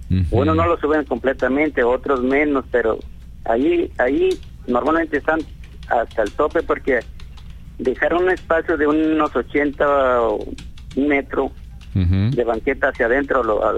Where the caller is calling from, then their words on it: Gómez Palacio, Durango, Mexico; acá en Gómez